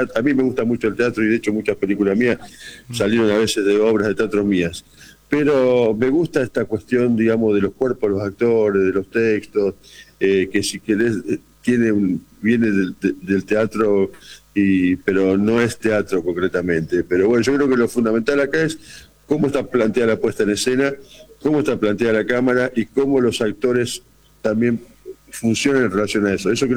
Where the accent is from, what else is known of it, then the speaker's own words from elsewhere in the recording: Rosario, Santa Fe, Argentina; los rosarinos tenemos esa cuestión, que somos una especie de plaga a veces, que estamos dando vueltas por todos lados